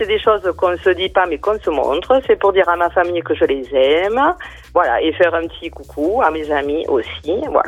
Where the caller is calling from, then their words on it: France; j'habite à Cuisa